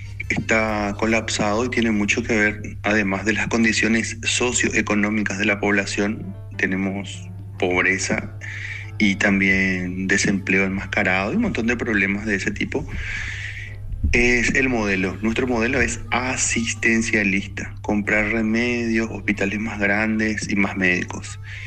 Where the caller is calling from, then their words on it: Ciudad del Este, Alto Paraná, Paraguay; Vivo en Ciudad del Este, ahora estoy en Italia